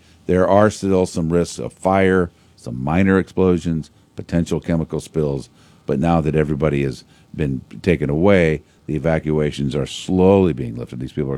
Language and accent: English; Pekin, Illinois, United States; I grew up around A&W, Cranwell's A&W in Pekin, yeah. And it was my hometown.